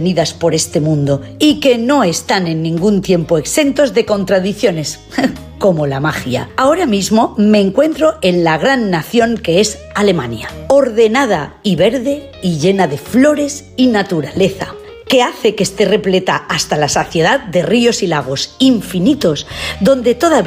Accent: Castile, Spain; ya que yo soy castellana y frontal

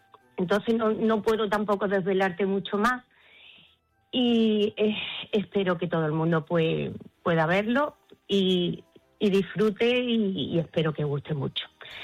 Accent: Ceuta, Spain; Ceuta, mi tierra

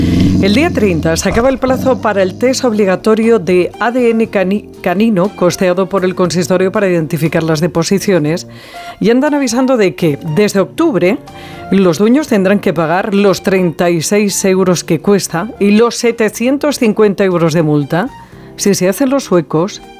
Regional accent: Alicante, Valencian Community, Spain; now in Madrid, Spain; de la misma manera le digo como alicantina que ha dado más disgustos familiares que el testamento

